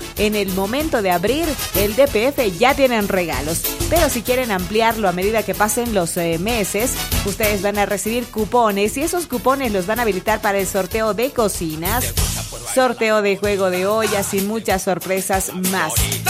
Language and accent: Spanish; Bolivia; todos somos bolivianos, porque hacen parte de este país que tanto amamos